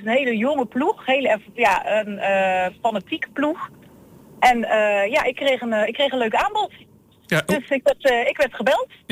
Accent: Klundert, North Brabant, Netherlands; ik kom natuurlijk uit Klundert, ben er geboren en ik woon er nog steeds.

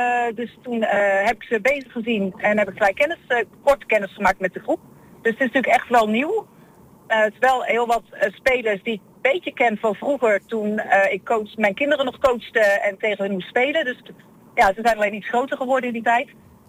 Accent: Klundert, North Brabant, Netherlands; ik kom natuurlijk uit Klundert, ben er geboren en ik woon er nog steeds.

